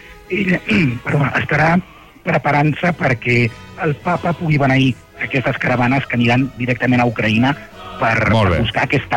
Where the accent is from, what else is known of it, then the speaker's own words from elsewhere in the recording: Catalonia, Spain; més com som els catalans, no?